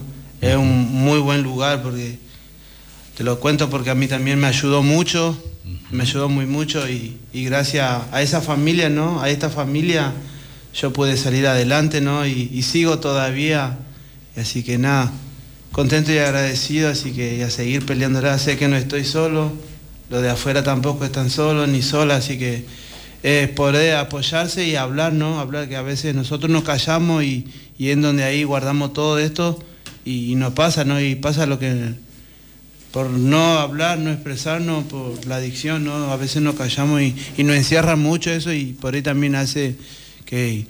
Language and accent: Spanish; Santiago del Estero, Argentina; now in Concordia, Argentina; Yo, Santiago del Estero.